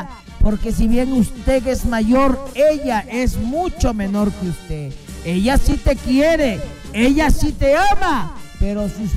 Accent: Salas, Lambayeque, Peru; now in Arequipa, Peru; en Salas Chiclayo, de donde yo vengo

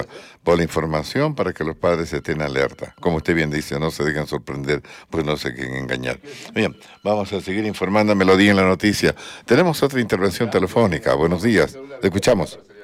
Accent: Arequipa, Peru; como ciudadanos peruanos y arequipeños

